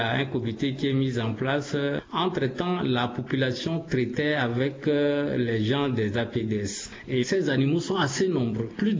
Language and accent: French; Bayanga, Sangha-Mbaéré, Central African Republic; la voie qui quitte Baoro, Karno, Berberati jusque chez nous à Bayanga, cette route-là n'a pas été arrangée depuis 50 ans.